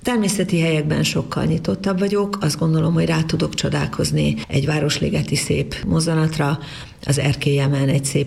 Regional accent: Debrecen, Hajdú-Bihar, Hungary; Ó, igen, hát én debreceni vagyok, és nyilván, mint minden 14-15 éves embernek fogalmam nem volt, hogy mi leszek

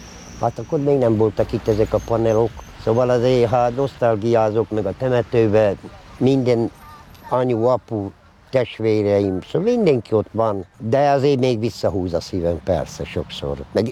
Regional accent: Ózd, Borsod-Abaúj-Zemplén, Hungary; Ezen a részen laktak a bojki cigányok. Nekünk ez volt a nevünk, hogy bojki cigányok, mert Ózon van elég sok cigántelep. De ez volt a bojki cigántelep. Itt nőttem fel 11 éves koromig

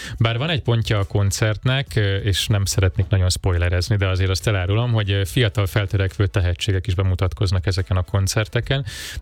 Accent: Zala, Hungary; Novan Lentitől 10 kilométerre töltöttem a gyerekkorom, Lentibe jártam általános iskolába

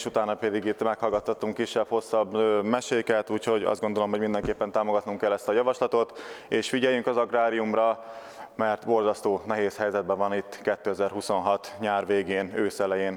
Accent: Great Hungarian Plain, Hungary; Ahonnan én jövök az Alföldön

